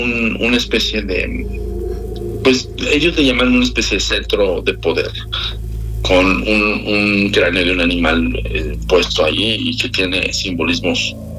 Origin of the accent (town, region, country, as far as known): Mexico